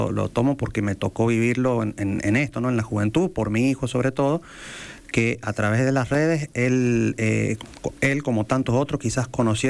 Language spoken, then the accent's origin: Spanish; San Juan, Argentina; yo también soy del departamento de Santa Lucía.